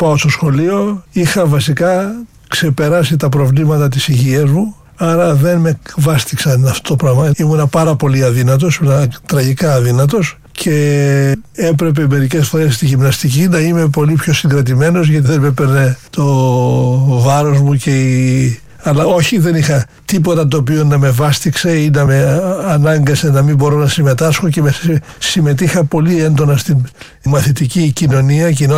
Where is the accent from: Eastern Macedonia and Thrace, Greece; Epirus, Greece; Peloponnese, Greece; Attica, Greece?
Attica, Greece; Athens; born there; Στην Αθήνα.